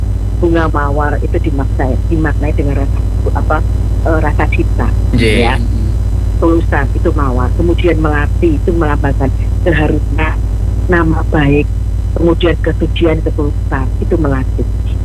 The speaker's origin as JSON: {"language": "Indonesian", "region": "Java", "country": "Indonesia", "said": "Bureh kalau kita orang Jawa itu kan diburehkan ya"}